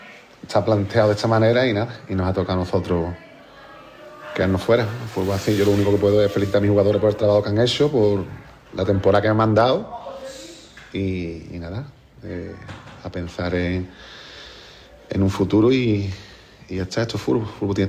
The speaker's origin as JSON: {"language": "Spanish", "town": "Jerez de la Frontera", "region": "Andalusia", "country": "Spain", "said": "me he sentido querido aquí en mi club, en mi tierra, y nada, me jode no haber podido, bueno, seguir a la eliminatoria e intentar ascender con el club de mi ciudad, pero bueno, el fútbol tiene estas cosas. Estoy seguro que Jerez, como estamos creciendo"}